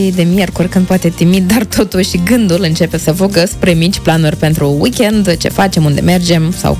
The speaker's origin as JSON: {"language": "Romanian", "country": "Moldova"}